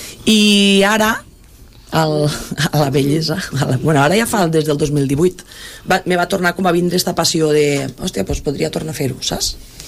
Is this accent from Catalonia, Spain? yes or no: yes; Tivenys, Catalonia, Spain; jo sóc mitja Tivenys, també, sí. Perquè ma iaia era de Tivenys i jo he passat la meva infància a Tivenys.